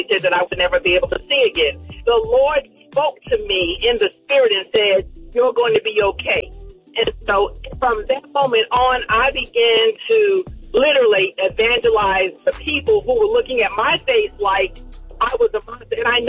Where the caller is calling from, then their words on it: Atlanta, Georgia, United States; I am calling from Atlanta.